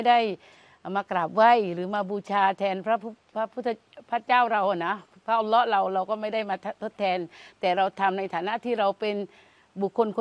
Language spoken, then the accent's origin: Thai; Pattani, Thailand; moved away as an adult; ดั้งเดิมตัวเองเป็นคนปัตตานีนะคะเป็นพื้นเพคนปัตตานีดั้งเดิมแล้วก็นับถือศาสนาอิสลามนะคะในปี2555ก็คือได้มาสอบบรรจุแล้วก็ได้ที่นี่มาบรรจุข้าราชการที่นี่นะคะ